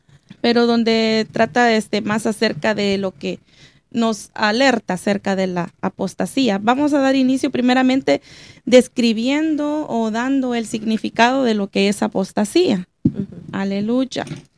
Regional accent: El Salvador; Yo soy de El Salvador

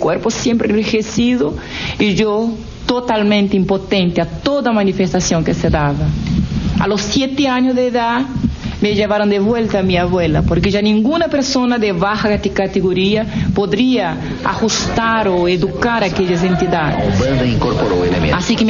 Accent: Brazil; en mi país, Brasil

